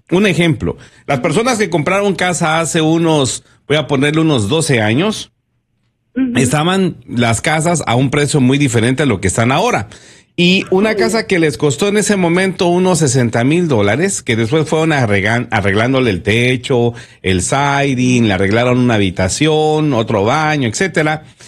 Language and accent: Spanish; Mexico; el sistema nos ha enseñado, los que venimos desde México, que no agarres deudas.